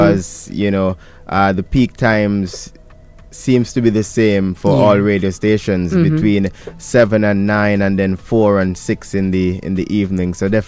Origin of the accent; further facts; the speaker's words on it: Montserrat; It's yours truly … I'm from Montserrat